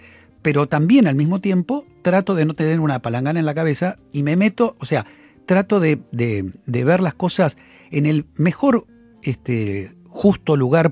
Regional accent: Argentina

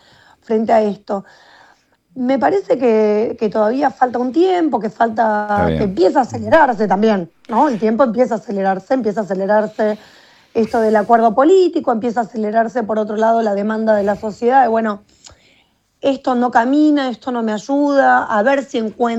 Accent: Argentina; como argentina, digo, los argentinos

